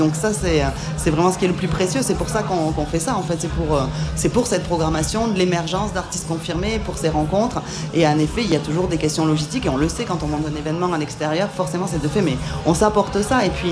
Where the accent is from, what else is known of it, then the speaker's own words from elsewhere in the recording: South-West France, France; accent: South-West; moved away as an adult; now in La Rochelle, France; Moi, je viens du Sud-Ouest, ça s'entend un petit peu à mon accent que j'ai pourtant gardé, alors que je vis là depuis quelques années maintenant.